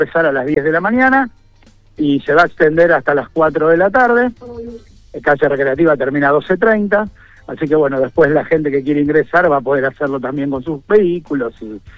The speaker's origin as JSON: {"language": "Spanish", "town": "Rosario", "region": "Santa Fe", "country": "Argentina", "tie": "born there", "said": "en mi caso soy tercera generación de rosarinos. Mi familia vino de Galicia, mi bisabuelo vino de Galicia"}